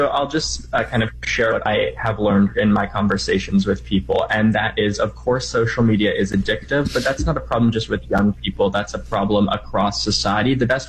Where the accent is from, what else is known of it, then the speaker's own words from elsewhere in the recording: Canada; Yeah, or my home country of Canada either